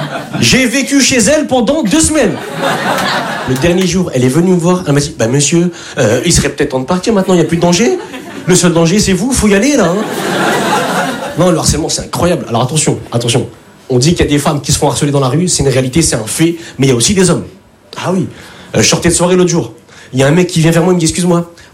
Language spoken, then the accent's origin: French; Lille, Hauts-de-France, France; now in Paris, France; Je viens d'arriver sur Paris, je viens de Lille.